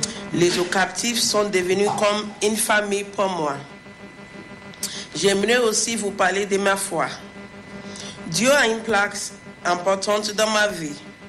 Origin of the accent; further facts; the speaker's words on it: Nigeria; Je viens du Nigeria.